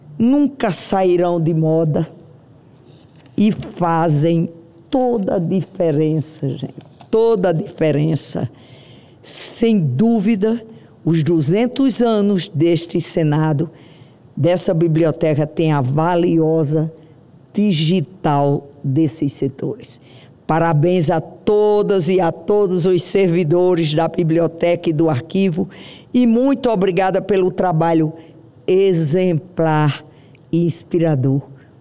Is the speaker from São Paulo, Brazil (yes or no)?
no; Rio Grande do Norte, Brazil; Porque eu sou de uma região do Siridó, que o Siridó é uma alimentação para a gente encher os olhos, o coração e tudo.